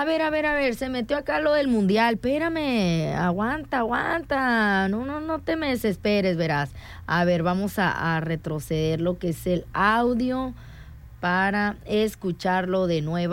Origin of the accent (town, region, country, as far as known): Mexico